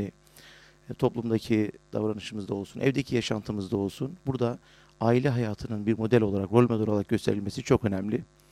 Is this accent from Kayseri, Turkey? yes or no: no; İnebolu, Kastamonu, Turkey; moved away as an adult; now in Sydney, Australia; Memleketim İnebolu, Kastamonu. Din görevlisi olarak Mandruit Anadolu Camii'nde görev yapmaktayım. 3 yıl oldu buraya geleli. 2023'ün Mart'ında geldik.